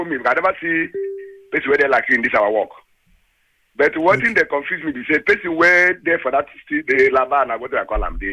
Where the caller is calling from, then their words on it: Ikorodu, Lagos, Nigeria; I'm calling from Lagos here. Ikorodu, precisely.